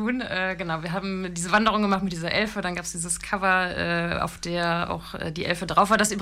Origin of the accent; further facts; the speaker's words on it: Krefeld, North Rhine-Westphalia, Germany; wir sind alle drei gebürtige Krefelder.